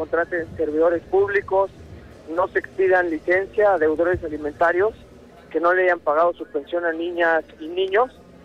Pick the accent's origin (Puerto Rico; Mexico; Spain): Mexico; Querétaro; que somos el legislador queretano con mayor número de iniciativas